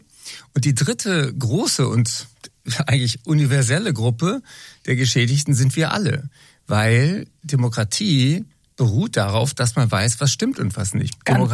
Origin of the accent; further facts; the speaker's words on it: Frankfurt, Hesse, Germany; born there; Ich bin ja sogar in Frankfurt geboren.